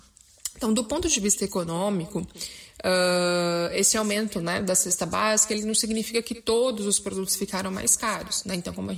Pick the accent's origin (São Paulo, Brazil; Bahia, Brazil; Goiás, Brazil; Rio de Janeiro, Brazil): São Paulo, Brazil; now in Cacoal, Brazil; eu sou de São Paulo